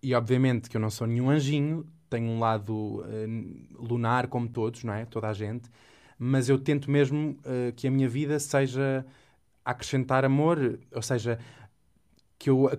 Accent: Figueira da Foz, Centro, Portugal; na Figueira da Foz, na minha terra

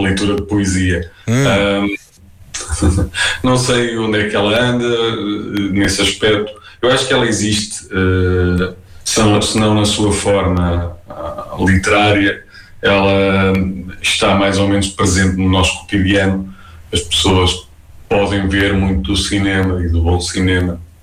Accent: Guarda, Centro, Portugal; now in Porto, Portugal; eu próprio já sou uma pessoa que chegou ao Porto, né? Não sou nativo do Porto, sou da Guarda, portanto, também houve uma altura que eu tive que fazer esta vinda.

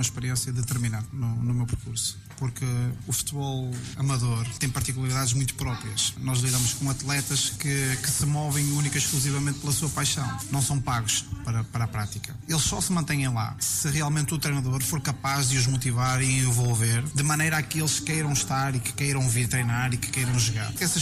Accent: Penafiel, North, Portugal; born there; A freguesia de Galegos, para mim, é a minha freguesia. É a freguesia onde eu nasci, é a freguesia onde eu tenho a minha família, é a freguesia onde eu tenho fortes raízes emocionais e familiares

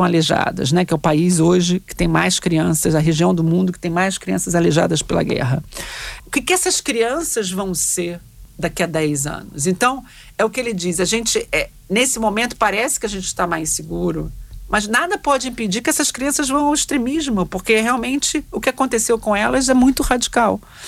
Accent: Portugal; Eu também sou portuguesa

